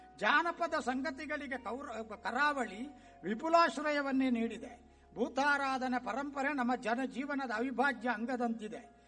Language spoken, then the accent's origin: Kannada; Karnataka, India; born or raised there